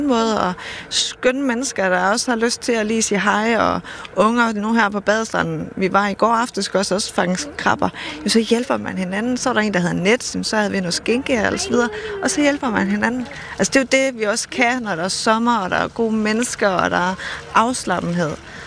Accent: North Denmark Region, Denmark; vi mener Sønderjylland, jeg er fra Nordjylland, vi bor på Sjælland.

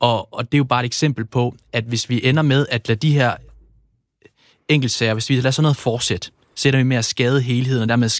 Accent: Jutland, Denmark; Jeg er fra Jylland. Jeg er fra Jylland.

